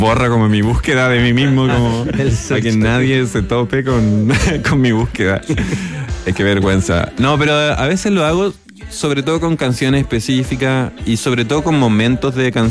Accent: Chile; moved away as an adult; now in United States; mi papá es brasilero y yo crecí como en Chile, obviamente.

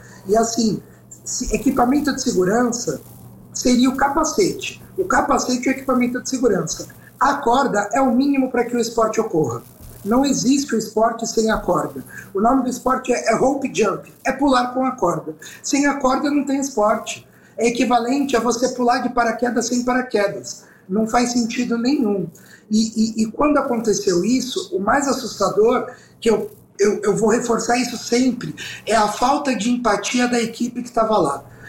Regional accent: Brazil; Eu sou do litoral, aqui da Baixada.

